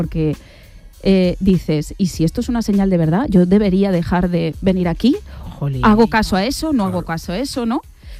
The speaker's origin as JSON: {"language": "Spanish", "town": "Calvià", "region": "Balearic Islands", "country": "Spain", "tie": "born or raised there"}